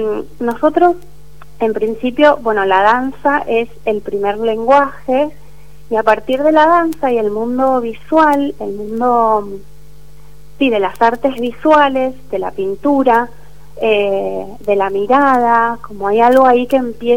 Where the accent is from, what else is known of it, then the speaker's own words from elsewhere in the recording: Mendoza, Argentina; moved away as an adult; now in Buenos Aires, Argentina; en principio soy mendocina.